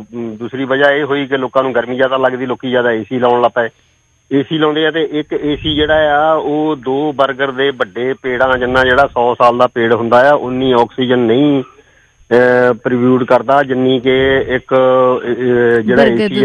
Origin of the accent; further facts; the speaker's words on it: Sagwal, Punjab, India; now in Jalandhar, India; ਸਾਡਾ ਪਿੰਡ ਹੈਗਾ ਇੱਧਰੋਂ ਪਠਾਨਕੋਟ ਰੋਡ 'ਤੇ ਕਿਸ਼ਨਗੜ੍ਹ ਦੇ ਕੋਲ ਸਗਵਾਲ ਪਿੰਡ